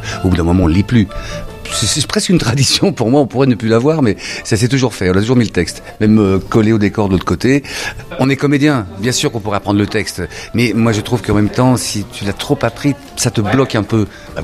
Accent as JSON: {"language": "French", "town": "Lyon", "region": "Auvergne-Rhône-Alpes", "country": "France", "tie": "born or raised there", "said": "Je suis né en 1966 à Lyon. J'ai grandi dans le vieux Lyon. Ma mère avait l'accent lyonnais, mon père, ma grand-mère, tout ça."}